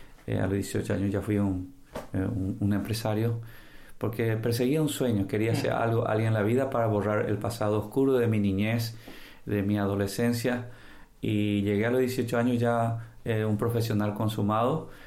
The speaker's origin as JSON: {"language": "Spanish", "country": "Paraguay", "said": "Vengo de padres separados. Es un problema de tantos paraguayos"}